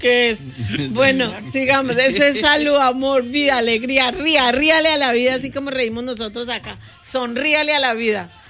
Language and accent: Spanish; Colombia; now in Ecuador; les digo que yo ya soy la mitad del corazón ecuatoriano, el corazón, pero mi forma de ser. Yo sigo siendo colombiana, en mi casa se come colombiano.